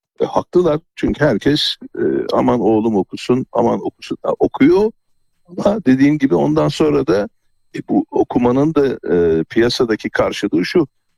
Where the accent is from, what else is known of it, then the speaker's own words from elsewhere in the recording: Gaziantep, Turkey; now in Istanbul, Turkey; Emre ben çocukken ben Antepliyim. Antep'te büyüdüm. Bizde erkek çocuklar okul tatillerinde mutlaka çalışırlardı.